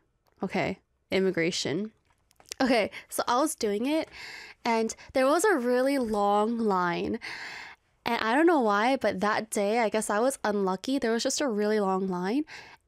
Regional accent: South Korea; I'm from Korea.

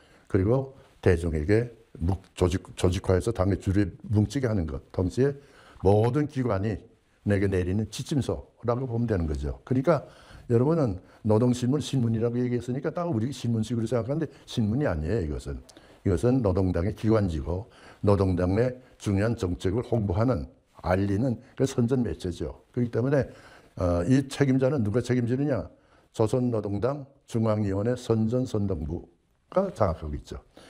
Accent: Pyongyang, North Korea; moved away; 우리 평양, 내가 평양 출신이니까

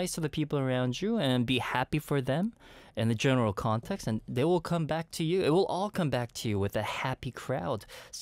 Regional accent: Montreal, Quebec, Canada; now in South Korea; So I was raised in Montreal

